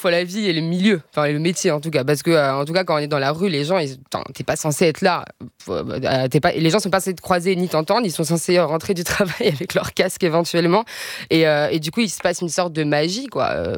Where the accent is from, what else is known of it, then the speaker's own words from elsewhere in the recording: Montigny-le-Bretonneux, Île-de-France, France; accent: Paris suburbs voice; je suis de banlieue parisienne, je viens de Saint-Quentin en Yvelines, Montigny-le-Bretonneux. Voilà, j'étais à la fois dans des jolis parcs, et à la fois il y avait les HLM à côté. Et en fait, j'ai passé une jeunesse très populaire